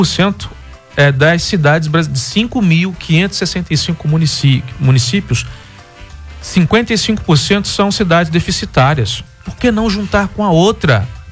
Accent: Goiás, Brazil; Somos todos brasileiros, goianos.

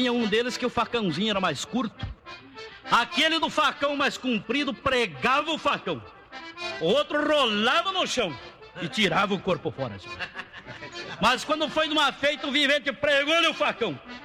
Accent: Encruzilhada do Sul, Rio Grande do Sul, Brazil; E como eu sou gaúcho muito patriota, sou lá de Encruzilhada do Sul

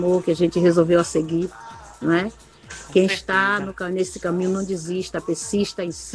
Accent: Cruz das Almas, Bahia, Brazil; Mônica, eu quero mandar um alusão ligeiramente aqui para a minha família de Cruz das Almas. Sou de Cruz das Almas.

